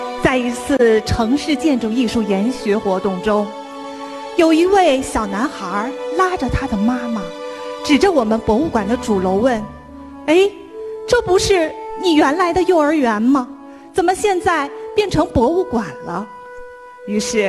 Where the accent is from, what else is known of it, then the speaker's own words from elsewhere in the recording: Harbin, Heilongjiang, China; 我的家乡哈尔滨